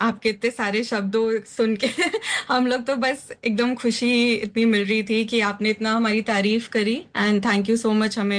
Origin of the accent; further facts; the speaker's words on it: Delhi, India; moved away as an adult; now in Kolkata, India; So originally मैं दिल्ली से हूँ, एंड शादी के बाद ही मैं कोलकाता शिफ्ट हुई।